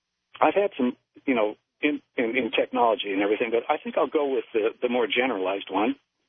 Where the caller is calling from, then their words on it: Macon, Georgia, United States; by the way. I'm in Macon, Georgia.